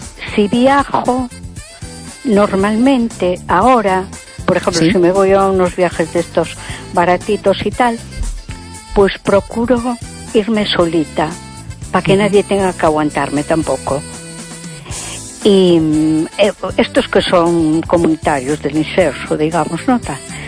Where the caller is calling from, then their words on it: A Coruña, Galicia, Spain; de Coruña.